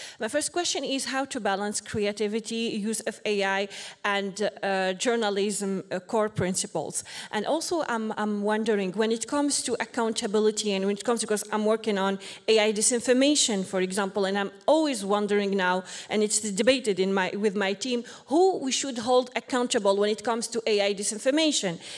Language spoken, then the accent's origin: English; Tunisia; I'm from Tunisia.